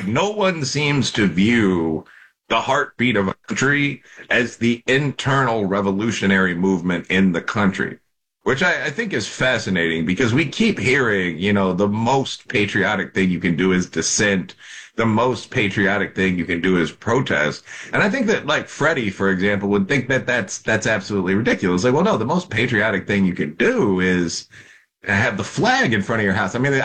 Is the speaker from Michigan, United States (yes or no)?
no; Chicago, Illinois, United States; most of these people aren't going to New York or my hometown of Chicago.